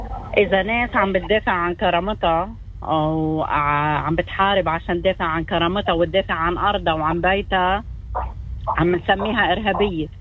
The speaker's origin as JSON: {"language": "Arabic", "region": "South Governorate", "country": "Lebanon", "said": "أنا كبنت جنوبية أنا ما بيشرفني هذا القرار تبع الرئيس عون"}